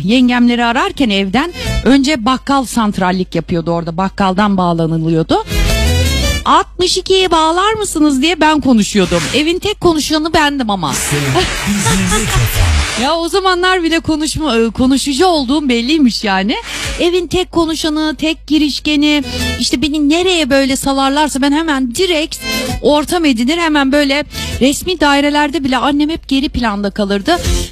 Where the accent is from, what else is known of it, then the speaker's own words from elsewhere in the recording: Çaycuma, Zonguldak, Turkey; moved away; Ahatlı'nın içinde değilim ben. Köyüm Ahatlı evet de bizim ev biraz Ahatlı'nın dışında, istasyonla Ahatlı arasında kalıyor. Yani ben aslında Kayıkçılar köyünden de sayılabiliyorum.